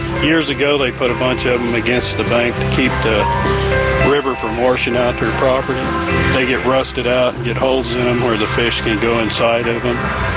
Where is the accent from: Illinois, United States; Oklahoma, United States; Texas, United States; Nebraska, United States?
Oklahoma, United States; I'm from Caddy Meadow, Oklahoma. I am fourth generation Okie Noodler.